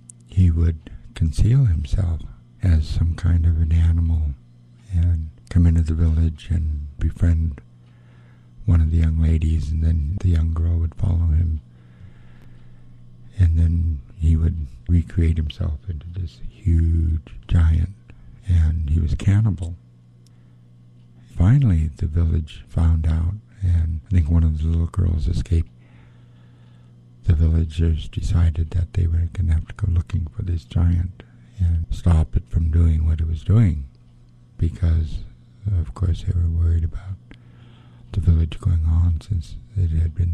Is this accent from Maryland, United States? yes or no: no; Craig, Alaska, United States; also born or lived in Hydaburg, Alaska; I'm Eagle Moiety in Frog Clan. I was born in Craig on Prince of Wales Island. My mother is from Heidelberg, so we grew up in both of those two communities. We spent a lot of time in Craig, because that's where my father was from